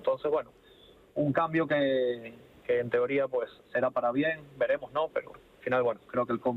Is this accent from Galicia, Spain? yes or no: yes; Vigo, Galicia, Spain; Yo que soy de Vigo